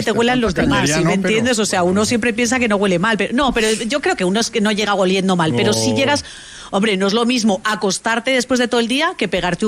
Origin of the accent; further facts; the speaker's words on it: Spain; Pero yo, la verdad, yo quiero deciros que yo que soy española, a mí me parece que todo eso son cuentos chinos.